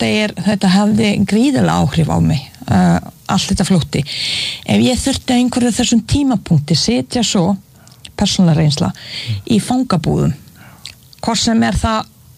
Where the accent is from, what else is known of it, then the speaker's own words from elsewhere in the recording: Bosnia & Herzegovina; Icelandic is a second language; now in Iceland; Ég fæddi upp hann í Bosníu-Hertsegóvínu.